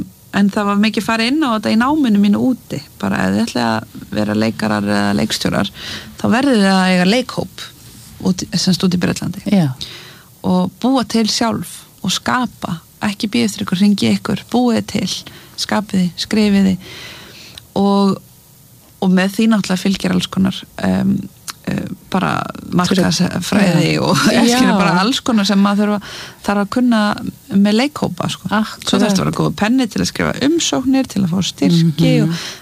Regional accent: Mosfellsbær, Capital Region, Iceland; Já, ég elst upp í Mosfellsbæ með mömmu og eldri bróður mínum og þetta bara svona venjulegt Mosó líf

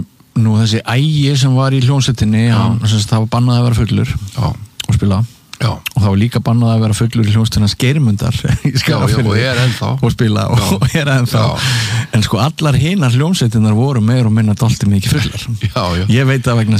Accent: Northern Iceland, Iceland; það er sko, ég er að norðan og við myndum aldrei segja terpentína við segjum terpentína

